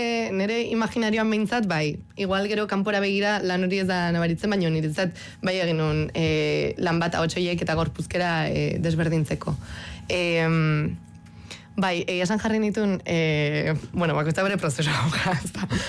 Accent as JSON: {"language": "Basque", "town": "San Sebastián", "region": "Basque Country", "country": "Spain", "said": "Ni Donostiarra naiz, bai."}